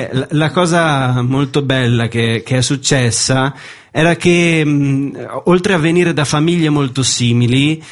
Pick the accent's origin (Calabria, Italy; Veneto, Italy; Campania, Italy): Veneto, Italy; Vittorio Veneto; moved away as an adult; also born or lived in Turin; Sono del Veneto, sì, di Vittorio Veneto. E sono arrivato a Torino a studiare alla scuola per attori